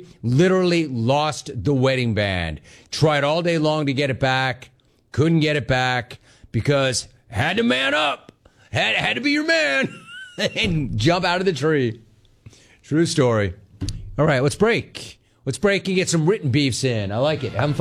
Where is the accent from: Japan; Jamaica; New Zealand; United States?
United States; California; But I grew up in California.